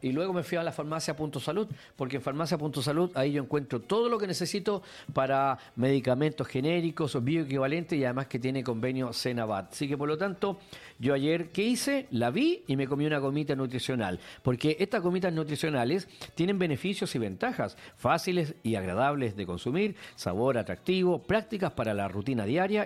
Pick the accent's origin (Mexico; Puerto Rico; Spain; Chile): Chile; No, yo soy chileno